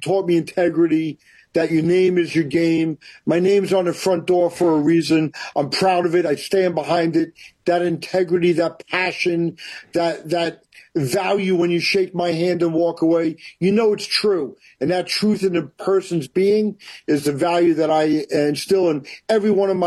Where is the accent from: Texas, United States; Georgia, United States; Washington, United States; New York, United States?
New York, United States; Valley Stream; You know, I'm a baby boy, three older sisters, Valley Stream, New York, born and raised.